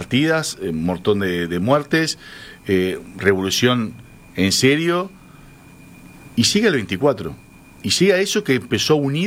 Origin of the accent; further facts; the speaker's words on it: Uruguay; Bueno, nosotros somos uruguayos, ¿qué somos?